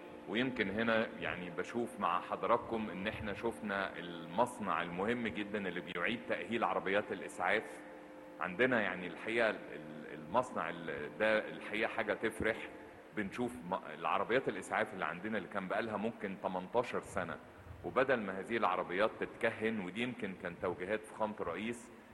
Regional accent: Egypt; كلنا كمصريين كنا بنتعلم في الكتب الدراسية

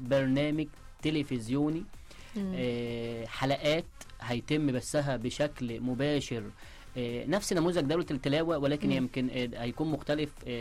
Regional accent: Egypt; ودي مش مبالغه مننا كمصريين

